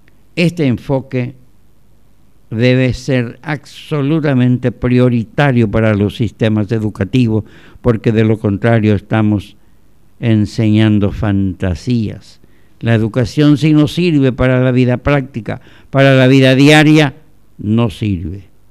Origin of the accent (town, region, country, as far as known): Paraguay